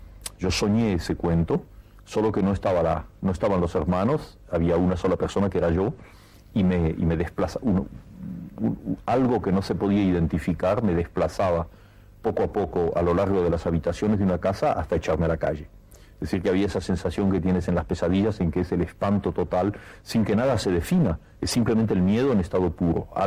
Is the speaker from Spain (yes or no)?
no; Argentina